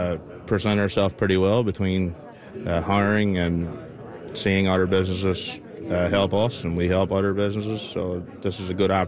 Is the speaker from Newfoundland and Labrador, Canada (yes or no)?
yes; Harbour Breton, Newfoundland and Labrador, Canada; I'm born and raised in Harbour Breton.